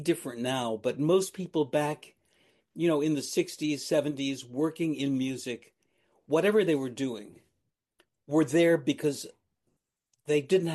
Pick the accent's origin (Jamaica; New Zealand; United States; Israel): United States; New York City, New York; I was raised in New York City.